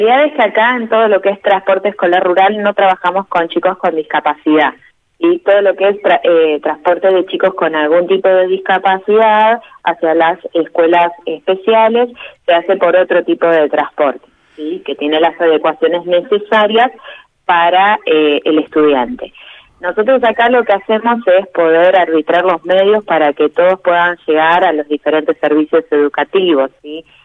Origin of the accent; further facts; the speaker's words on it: Bahía Blanca, Buenos Aires Province, Argentina; Nacida y criada en Bahía.